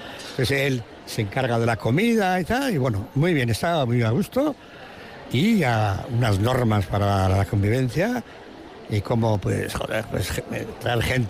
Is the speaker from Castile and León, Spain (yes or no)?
no; San Sebastián, Basque Country, Spain; yo soy de Añorra